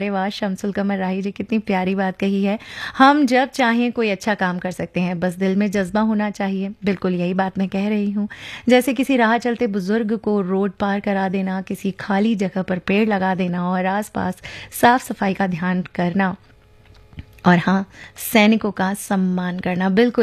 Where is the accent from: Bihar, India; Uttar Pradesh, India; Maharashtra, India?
Maharashtra, India; Amravati; अमरावती से हूँ और जुड़ी रहती हूँ एफएम रेनबो से